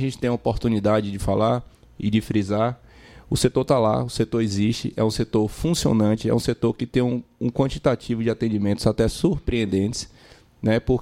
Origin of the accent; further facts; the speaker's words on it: Bahia, Brazil; Sou baiano.